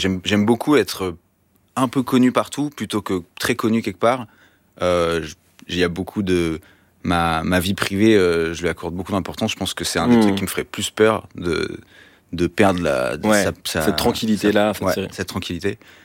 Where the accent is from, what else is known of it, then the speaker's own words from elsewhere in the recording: Vouvray, Centre-Val de Loire, France; J'ai grandi à Tours dans un village qui s'appelle Vouvray